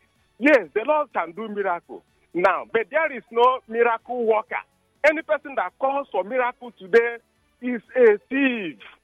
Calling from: Rumuolumeni, Rivers, Nigeria; calling from Rumolumuni.

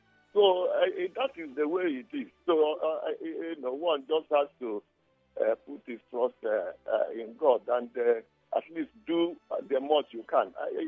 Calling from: Nigeria; I'm calling you from Igbo State.

